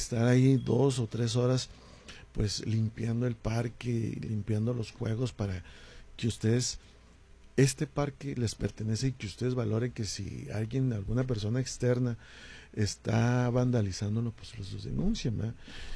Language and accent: Spanish; Ciudad Juárez, Chihuahua, Mexico